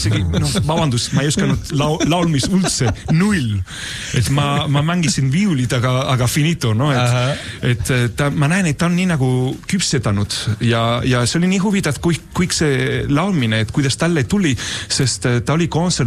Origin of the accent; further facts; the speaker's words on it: Madrid, Community of Madrid, Spain; Estonian is a second language; now in Estonia; kuigi no, ma olen ise Madridis pärit, aga noh, seal Kadiz mulle väga meeldib